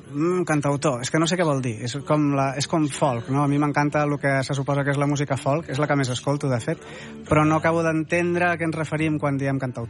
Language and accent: Catalan; Collbató, Catalonia, Spain; also born or lived in Esparreguera; jo vaig néixer a Esparreguera, amb 3 anyets amb els meus pares ens vam instal·lar a Collbató i he viscut tota la vida a Collbató. Vaig estar una temporada al Bruc i vaig tornar a Collbató i necessito la muntanya a prop, és casa meva